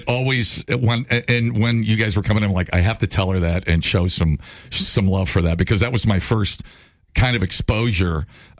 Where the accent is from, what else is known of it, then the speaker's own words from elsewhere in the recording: Ohio, United States; I grew up in Ohio.